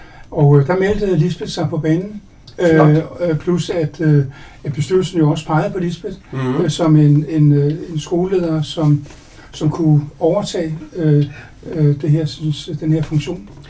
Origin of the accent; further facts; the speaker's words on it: Brøndby, Capital Region of Denmark, Denmark; Og jeg kommer fra Brøndby, og aktiv i Brøndby